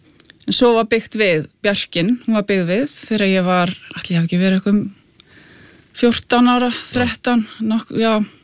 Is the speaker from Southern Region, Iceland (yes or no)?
no; Hafnarfjörður, Capital Region, Iceland; Já, ég kem úr Hafnarfirði. Ég ólst upp í Klausturgámi og hérna...